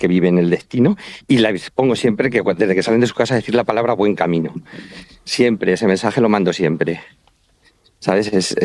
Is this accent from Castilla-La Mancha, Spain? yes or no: yes; Santa Cruz de los Cáñamos, Castilla-La Mancha, Spain; now in Albacete, Spain; Es que soy muy manchego. Yo soy de Ciudad Real, de un pueblo que se llama Santa Cruz de los Cáñamos, pero vivo en Albacete.